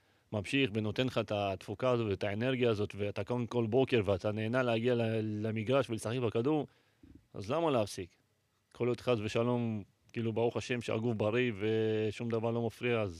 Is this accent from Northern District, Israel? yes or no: yes; Nof HaGalil, Northern District, Israel; גם גדלתי ברחובות שם בנוף הגליל